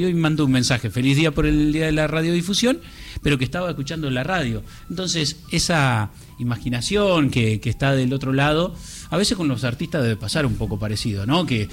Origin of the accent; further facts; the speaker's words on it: Buenos Aires Province, Argentina; moved away; Inclusive cuando arranqué en mi pueblo no había radio. Hubo que... Y el pueblo estaba tan desconectado de la ciudad cabecera de Lincoln, a 80 kilómetros.